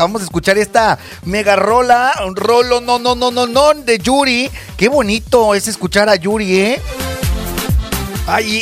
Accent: Chetumal, Quintana Roo, Mexico; en ese entonces todo mi pueblo, Chetumalito, pues era un poco más tranquilo. Que no digo que ahorita no sea tranquilo, pero era un poco más tranquilo.

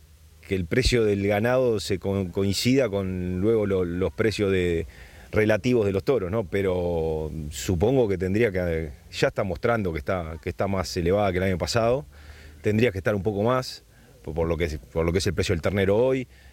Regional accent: Uruguay

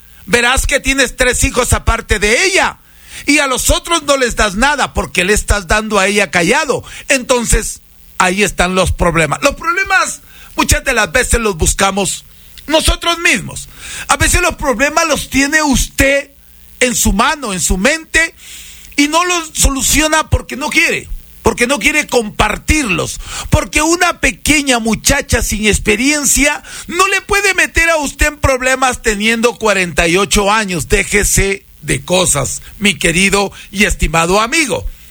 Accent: Huancabamba, Piura, Peru; now in Salcedo, Ecuador; Yo soy peruano, huancabambino, hijo de padres curanderos.

